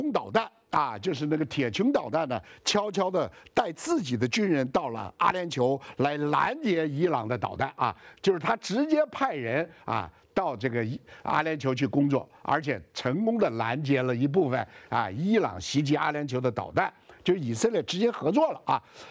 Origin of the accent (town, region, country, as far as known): China